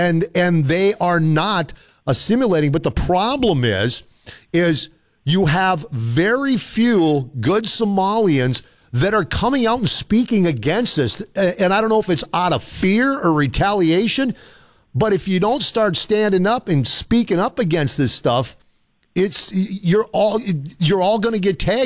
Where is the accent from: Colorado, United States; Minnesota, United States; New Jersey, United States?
Minnesota, United States; It's my home state.